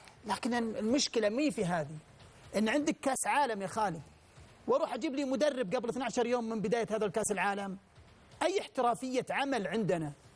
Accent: Saudi Arabia; إحنا كسعوديين نرضى بأي شيء

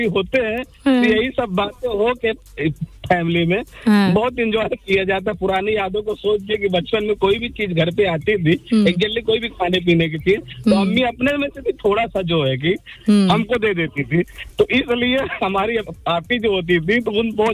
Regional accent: Uttar Pradesh, India; हमारा ताल्लुक इंडिया से है।

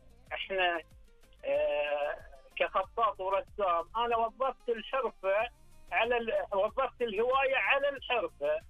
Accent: Al-Ahsa, Eastern Province, Saudi Arabia; انا من الاحساء

